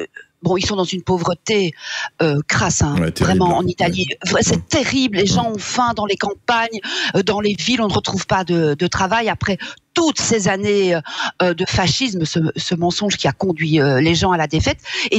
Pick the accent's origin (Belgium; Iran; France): Belgium; Namur, Wallonia; Moi, évidemment, j'ai grandi avec les Italo-Belges, puisque je viens de Wallonie, je viens de Namur